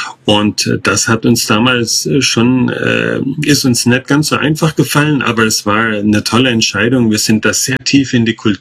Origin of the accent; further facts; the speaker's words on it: Central Germany, Germany; moved away as an adult; also born or lived in Thailand; Ich komme hier gebürtig aus der Mitte von Deutschland. Vielleicht hört man das auch ein bisschen an meinem Akzent. Und ja, war 15 Jahre mit OMF in Asien gewesen